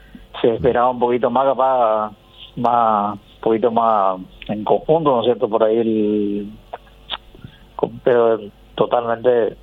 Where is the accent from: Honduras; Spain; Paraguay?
Paraguay; Coronel Martínez, Guairá; born there; Nosotros nacimos en Coronel Martínez.